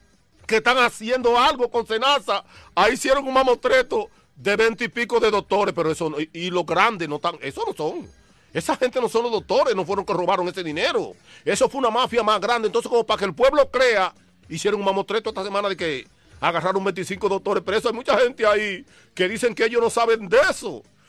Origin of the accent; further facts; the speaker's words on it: Dominican Republic; Este país, nuestro, República Dominicana, mi compatriota dominicano